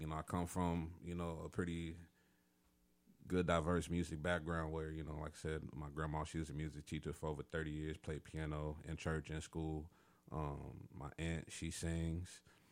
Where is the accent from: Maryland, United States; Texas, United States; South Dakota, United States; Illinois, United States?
Illinois, United States; he from the Ville, my hometown, so that's another 217 repping right there.